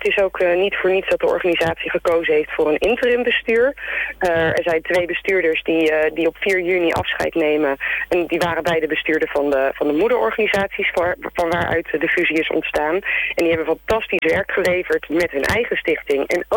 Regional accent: Dordrecht, South Holland, Netherlands; Ik ben een Dordtenaar, geboren en getogen.

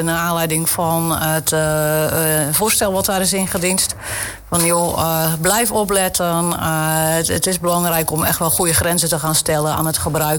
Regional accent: Zeeland, Netherlands; ik kom uit Zeeuws-Vlaanderen en ik heb 23 jaar van mijn leven in de Westerschelde rondgebracht.

